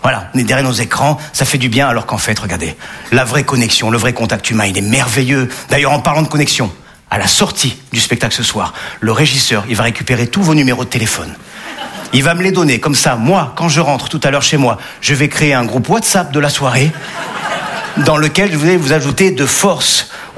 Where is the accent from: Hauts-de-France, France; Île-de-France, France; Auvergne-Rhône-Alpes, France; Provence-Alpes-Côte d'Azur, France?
Provence-Alpes-Côte d'Azur, France; Nice; Eh ouais, je suis niçois, les amis, ouais. Eh ouais, humoriste niçois.